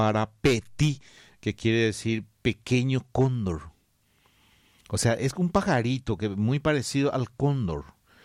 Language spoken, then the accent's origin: Spanish; Paraguay; nosotros como paraguayos